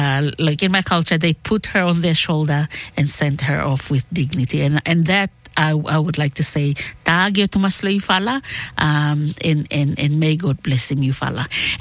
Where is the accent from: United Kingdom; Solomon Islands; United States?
Solomon Islands; Malaita; we come from Kwara Island Malaita